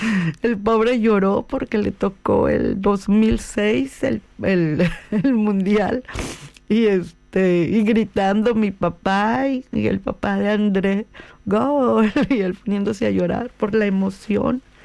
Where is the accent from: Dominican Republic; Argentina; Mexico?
Mexico; Así somos los mexicanos.